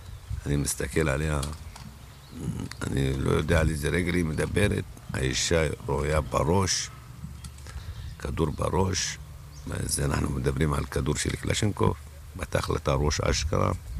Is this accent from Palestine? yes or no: yes; Rafah, Gaza Strip, Palestine; now in Israel; אני מרפיח במקור, אני עליתי לארץ בשנת 95.